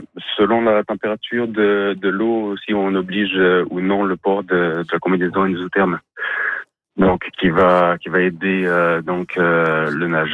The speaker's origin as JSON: {"language": "French", "town": "Dalhousie", "region": "New Brunswick", "country": "Canada", "said": "Sinon, je viens de la région de Dalhousie."}